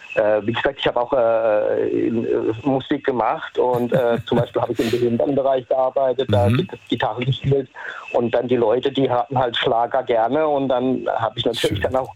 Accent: Lichtenau, Baden-Württemberg, Germany

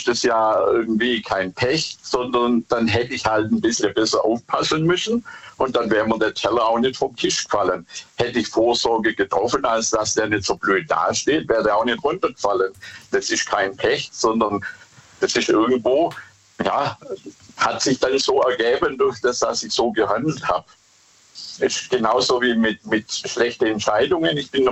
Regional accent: Bad Boll, Baden-Württemberg, Germany; ich komme aus Bad Boll

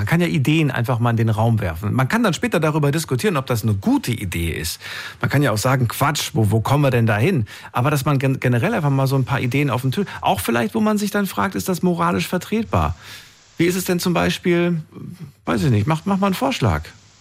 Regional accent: Thuringia, Germany; born there; Ich bin in Thüringen geboren

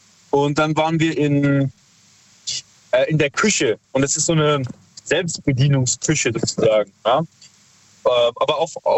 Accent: Heidelberg, Baden-Württemberg, Germany; Wir sind aus Heidelberg.

